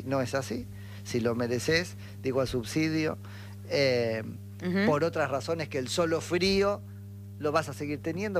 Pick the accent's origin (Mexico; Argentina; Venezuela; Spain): Argentina; lo que los argentinos hacíamos con ella durante el día